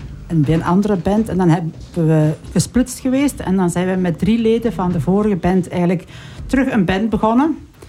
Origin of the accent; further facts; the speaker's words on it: Meerhout, Flanders, Belgium; Van Meerhout.